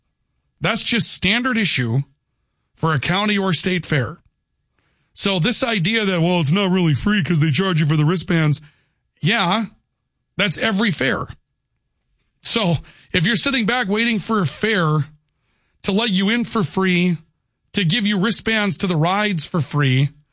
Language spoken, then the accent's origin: English; Valley City, North Dakota, United States; my hometown of Valley City